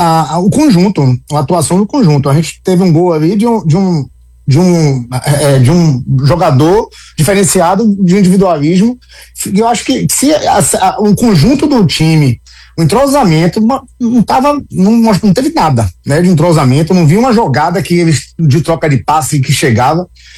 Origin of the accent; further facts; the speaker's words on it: Bahia, Brazil; A gente é da Bahia